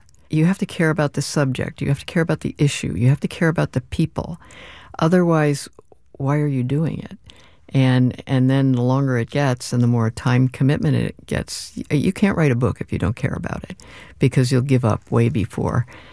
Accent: New Jersey, United States; If I did that, I'd be back in New Jersey.

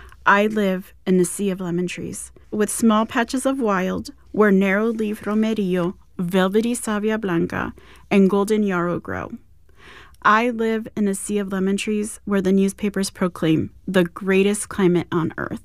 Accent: San Diego, California, United States; I grew up here in San Diego

